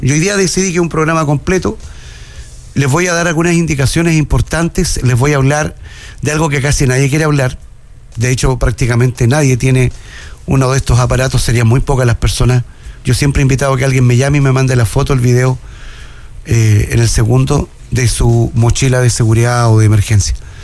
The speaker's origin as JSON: {"language": "Spanish", "region": "Antofagasta", "country": "Chile", "said": "los que somos de Antofagasta, nos quedamos sin agua"}